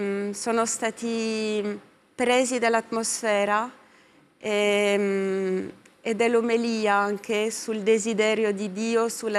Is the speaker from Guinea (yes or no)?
no; France; a me come francese mi dà grande gioia